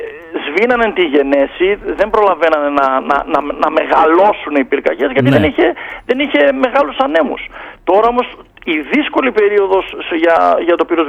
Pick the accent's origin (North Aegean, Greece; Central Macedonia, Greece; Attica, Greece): Central Macedonia, Greece; Thessaloniki; Εδώ στη Θεσσαλονίκη, γιατί τυχάνει να είμαι Θεσσαλονικιός και να υπηρετώ στον τρίτο πυροσβεστικό σταθμό Θεσσαλονίκης